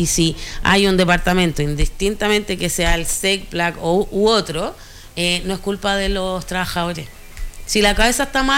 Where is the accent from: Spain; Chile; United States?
Chile; Putaendo, Valparaíso; Como yo soy de aquí, de Putaendo, soy putaendina